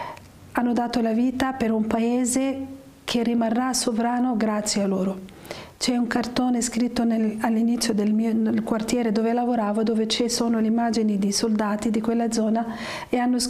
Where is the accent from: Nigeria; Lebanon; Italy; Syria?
Syria; Damascus, Damascus Governorate; moved away as an adult; Io sono nata a Damasco, ho vissuto tutta la mia infanzia, la mia giovinezza fino all'età di 18 anni.